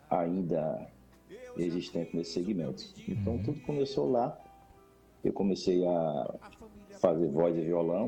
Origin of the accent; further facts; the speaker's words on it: Vitória de Santo Antão, Pernambuco, Brazil; Eu sou natural da cidade de Vitória Sampantão, aqui pertinho do... na Zona da Mata, sim.